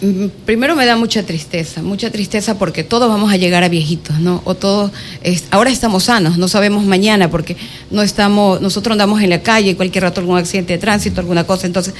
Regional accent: Quevedo, Los Ríos, Ecuador; en Quevedo. Nací en Quevedo.

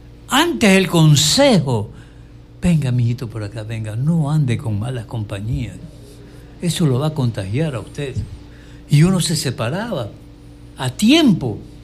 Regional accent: Quevedo, Los Ríos, Ecuador; Lo que pasa es que ellos son de aquí, de Guayaquil, y nosotros somos de Quevedo.

